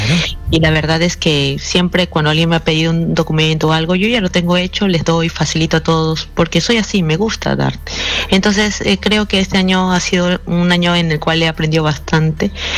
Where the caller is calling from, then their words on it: Lima, Peru; de Los Olivos. Mi fecha de nacimiento es el 18 de enero del 97.